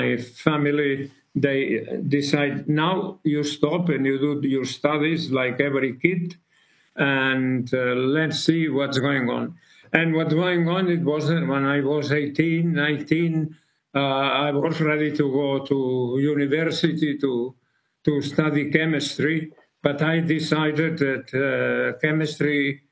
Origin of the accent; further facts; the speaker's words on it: Barcelona, Catalonia, Spain; English is a second language; When I was 11, I was singing in our opera house in Barcelona, my hometown